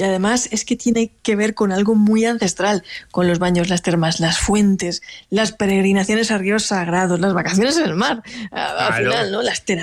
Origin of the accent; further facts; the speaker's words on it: Alicante, Valencian Community, Spain; yo por ejemplo, que soy del Mediterráneo, de Alicante